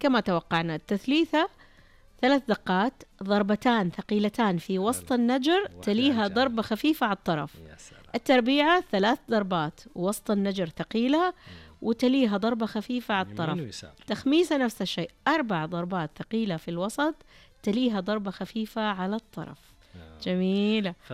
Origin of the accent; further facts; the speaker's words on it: Mecca, Makkah Province, Saudi Arabia; born there; moved away; مكة مسقط رأسي.